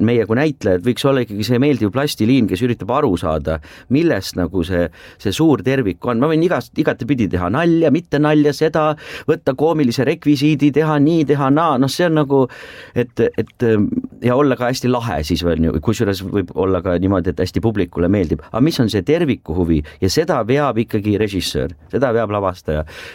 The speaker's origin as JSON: {"language": "Estonian", "town": "Tallinn", "region": "Harju County", "country": "Estonia", "tie": "born or raised there", "said": "mina olen linnapoiss ja tallinlane eluaeg olnud"}